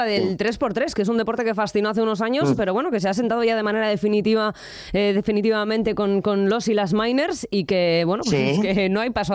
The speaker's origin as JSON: {"language": "Spanish", "town": "Bilbao", "region": "Basque Country", "country": "Spain", "said": "Ya sabes cómo somos los bilbaínos en general, Isabel, que aquí creemos que va a haber un título europeo cada año ya"}